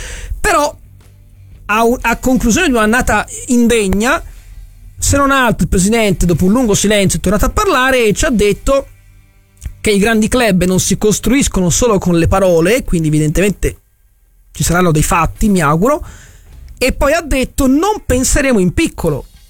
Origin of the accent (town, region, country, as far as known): Florence, Tuscany, Italy